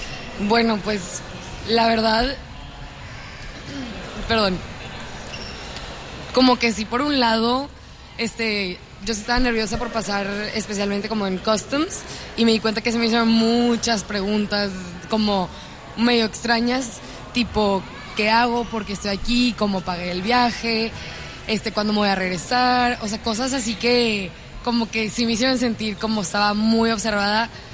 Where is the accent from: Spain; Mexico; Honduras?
Mexico; Monterrey, Nuevo León; nosotros nos identificamos como mexicanas